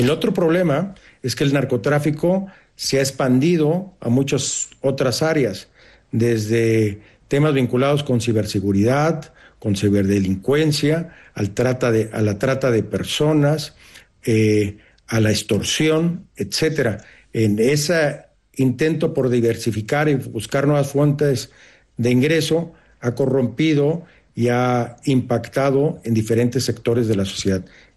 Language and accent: Spanish; Mexico